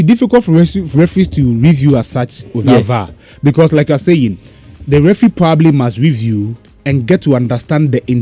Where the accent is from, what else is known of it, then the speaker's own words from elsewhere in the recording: Ghana; Forget about the fact that I'm a Ghanaian. I am a Ghanaian anyway, but forget about that.